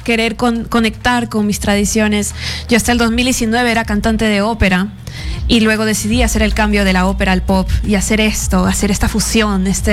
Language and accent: Spanish; Lima, Peru; incluí el cajón afroperuano, que es un instrumento que me ha acompañado creciendo aquí en Lima